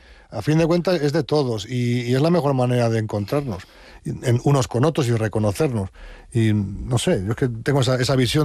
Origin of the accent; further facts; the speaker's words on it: Navasdero, Spain; recuerdo que lo publiqué en un artículo hablando de un yacimiento de mi pueblo, en Navasdero, en la Peña del Moro